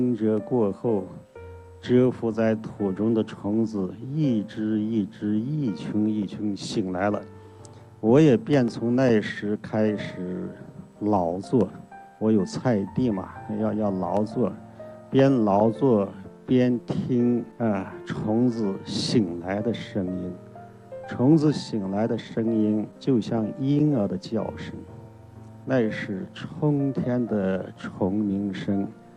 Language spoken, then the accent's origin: Chinese; Xinjiang, China; first language Chinese; 我生活在一个多民族共居的边疆省份，每时每刻可能我的耳朵中都能听到数种语言在说话。我们那把懂两种语言的人叫有两个舌头的人，好在我只有一只舌头。在人类已有的语言中，我也仅懂汉语，